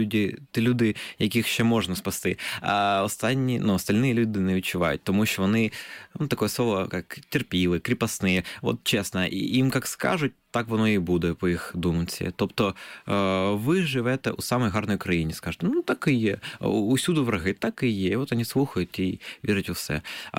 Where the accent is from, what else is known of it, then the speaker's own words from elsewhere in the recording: Zaporizhzhia, Zaporizhzhia Oblast, Ukraine; born there; я народився в Запоріжжі і я був в реєстрах.